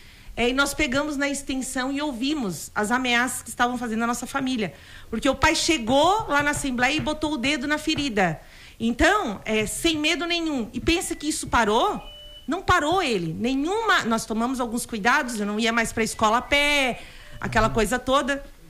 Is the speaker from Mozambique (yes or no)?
no; São Miguel do Oeste, Santa Catarina, Brazil; born there; E quando eu nasci, eu já nasci em São Miguel do Oeste. O pai já estava transferido, né? Então, assim, a gente foi crescendo.